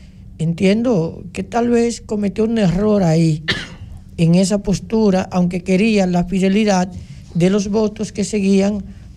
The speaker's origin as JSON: {"language": "Spanish", "country": "Dominican Republic"}